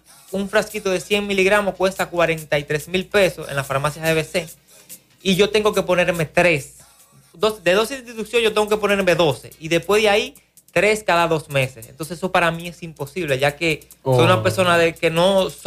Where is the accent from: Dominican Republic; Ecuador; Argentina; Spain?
Dominican Republic; Moca, Espaillat; yo soy de aquí de Moca, de Hincha